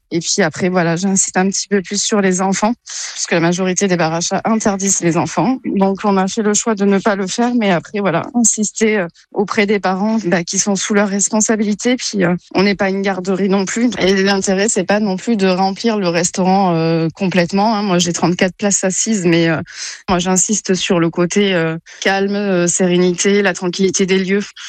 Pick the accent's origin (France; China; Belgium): France; Provence-Alpes-Côte d'Azur; Sur l'ouverture d'un bar à chat qui a eu à Saint-Raphaël, puisque nous venons du Var, on a quitté justement tout pour le projet